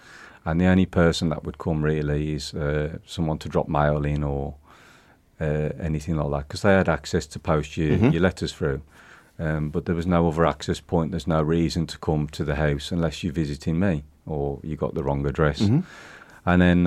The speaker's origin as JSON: {"language": "English", "town": "Tipton", "region": "West Midlands", "country": "United Kingdom", "tie": "born there", "also_born_or_lived": "Warsaw / Dudley Port / Great Bridge / Lye"}